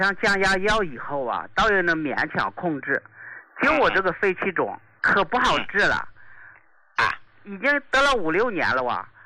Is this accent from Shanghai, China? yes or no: no; Shanxi, China; 我是山西的一名听众